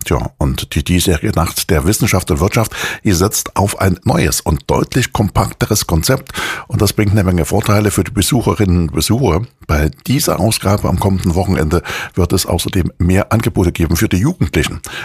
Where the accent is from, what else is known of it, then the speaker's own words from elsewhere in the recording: Chemnitz, Saxony, Germany; eine Band aus meiner Heimatstadt, aus Chemnitz … mittlerweile auch wirklich bekannt.